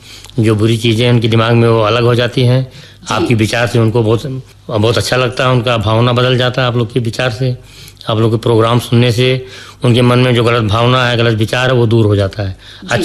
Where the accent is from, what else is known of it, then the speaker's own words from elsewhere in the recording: Basti, Uttar Pradesh, India; मैं बस्ती जिला से हूँ और यहाँ पे आए हैं।